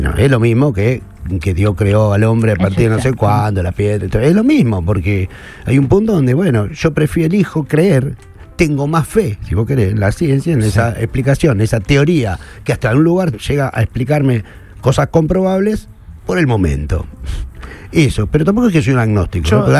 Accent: Rosario, Santa Fe, Argentina; el cura de la iglesia de donde yo nací, el barrio

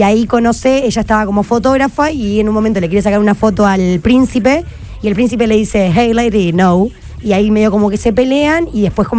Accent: Argentina

